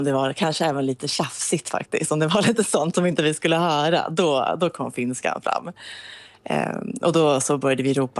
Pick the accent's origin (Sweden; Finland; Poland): Finland; Så jag får ofta prata om att jag är ifrån Finland.